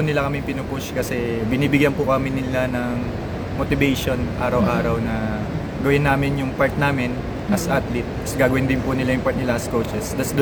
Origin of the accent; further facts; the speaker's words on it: Meycauayan, Central Luzon, Philippines; Mikawayan, Bulacan.